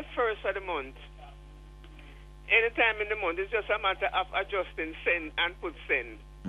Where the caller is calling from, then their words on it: Kingston, Jamaica; I'm calling from Kingston 20.